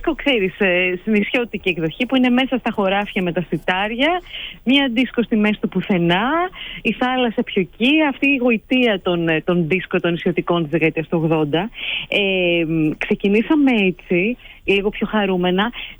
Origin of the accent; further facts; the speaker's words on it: Lemnos, North Aegean, Greece; που έχω καταγωγή από τη Λίμνο, είναι ο τόπος του πατέρα μου, ο τόπος των παιδικών μου χρόνων.